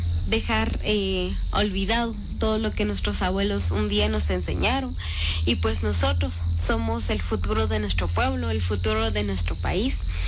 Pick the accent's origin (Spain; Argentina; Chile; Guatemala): Guatemala; Huitán, Quetzaltenango; en mi pueblo de Huitán, es un es un municipio que sigue viva su cultura y ojalá que nunca se pierda.